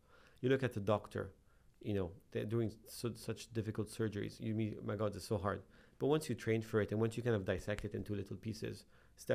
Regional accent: South Governorate, Lebanon; moved away; Especially, I'm from the South.

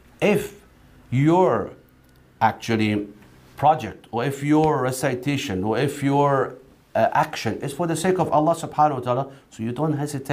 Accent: Afghanistan; English is a second language; also born or lived in Iran; Because I was from Afghanistan and I was in Iran, and I was reciting in front of people from Iran.

